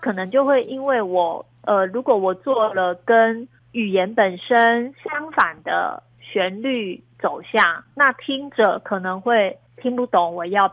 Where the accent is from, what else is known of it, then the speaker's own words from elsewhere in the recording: Kaohsiung, Taiwan; 最南端刚好就是在我的故乡九曲塘，就是在九曲塘的这个村庄